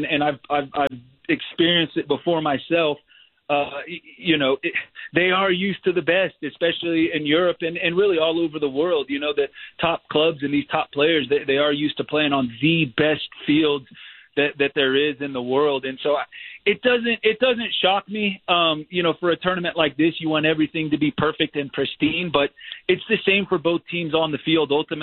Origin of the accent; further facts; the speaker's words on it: Texas, United States; I grew up in Texas.